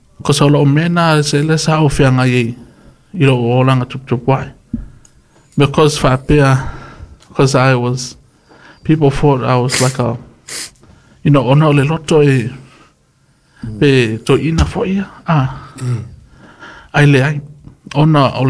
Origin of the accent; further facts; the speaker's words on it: Samoa; also born or lived in New Zealand; because that's where I'm from. I'm from Samoa, so, and I'm born in New Zealand.